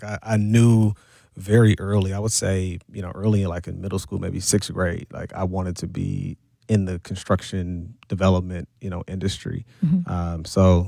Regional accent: Milwaukee, Wisconsin, United States; I'm Milwaukee-based, born and raised here in the city. Proud MPS graduate, grew up

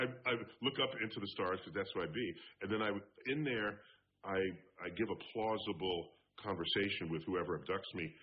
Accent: New York City, New York, United States; born and raised in New York City, where I now serve as director.

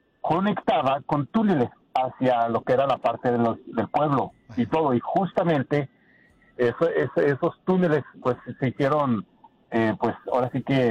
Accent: San Miguel el Alto, Jalisco, Mexico; Yo soy de San Miguel, el Alto Jalisco.

